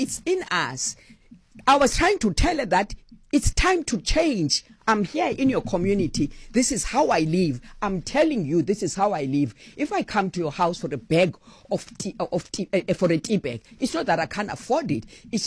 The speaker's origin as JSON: {"language": "English", "town": "Cape Town", "region": "Western Cape", "country": "South Africa", "tie": "born there", "moved": "as an adult", "lives_now": "Durbanville, South Africa", "said": "I moved from Langa. I stayed in Durbanville, right? But my house is still there, right? My house is still there. And every week I go to my house. Weekends, we spend weekends in Langa with them, because that's where we're born."}